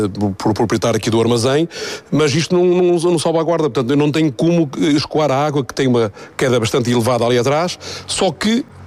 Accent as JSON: {"language": "Portuguese", "town": "Santa Maria da Feira", "region": "Aveiro", "country": "Portugal", "tie": "born there", "said": "sou de Santa Maria da Feira, nasci no lugar do Cabaco"}